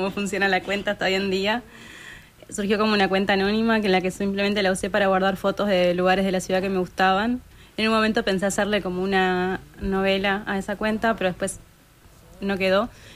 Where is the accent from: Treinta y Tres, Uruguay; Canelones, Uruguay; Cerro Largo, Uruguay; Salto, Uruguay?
Cerro Largo, Uruguay; Melo; moved away as an adult; now in Montevideo, Uruguay; Yo vengo de Melo, allá al norte, de una ciudad que amo profundamente, en la que viviría si hubiese más oportunidades. Y sí creo que influenció mucho el hecho de que yo de niña venía a visitar a mi abuela, que vivía en el Buceo, donde vivo yo hoy en día.